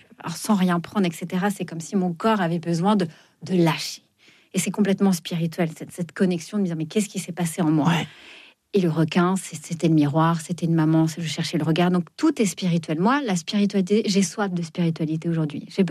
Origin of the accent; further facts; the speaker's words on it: Fontainebleau, Île-de-France, France; Moi, je viens de Fontainebleau. Et c'est ce que je dis. Moi, j'ai commencé à faire mes premiers pas, à ramasser les feuilles pour faire des herbiers quand j'étais toute petite dans la forêt de Fontainebleau